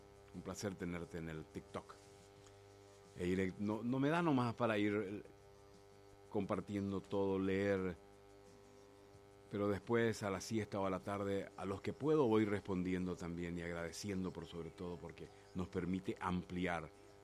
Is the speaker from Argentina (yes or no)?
no; Paraguay; Eso nos falta a nosotros los paraguayos también.